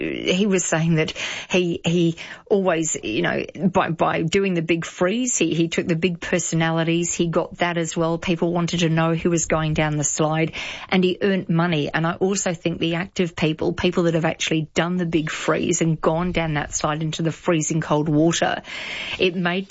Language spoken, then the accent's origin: English; England, United Kingdom; What I will share with you is I did a lot of my growing up in England at one point